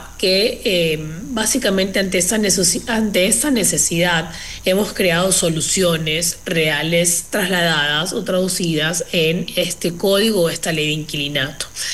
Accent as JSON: {"language": "Spanish", "region": "Los Ríos", "country": "Ecuador", "said": "Yo soy de la provincia de Los Ríos. Yo tengo que regresar a mi provincia porque vivo allá. Entonces, claro, yo estoy bajo una figura de arrendamiento aquí en Quito."}